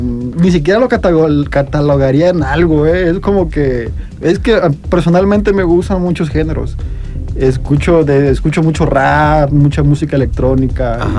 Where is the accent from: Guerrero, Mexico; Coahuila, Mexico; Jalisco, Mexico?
Guerrero, Mexico; San Jerónimo de Juárez; Yo soy de la Costa Grande de Guerrero, un pueblito cerca de Acapulco. El pueblito se llama San Jerónimo de Juárez, ahí en Guerrero.